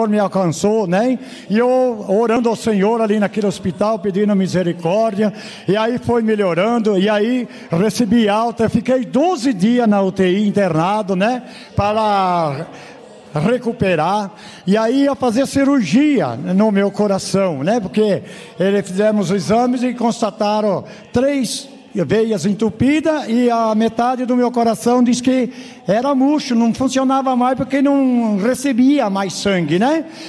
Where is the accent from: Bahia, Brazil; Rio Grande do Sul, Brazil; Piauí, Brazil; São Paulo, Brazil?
São Paulo, Brazil; Jundiaí; Eu sou lá da cidade de Jundiaí.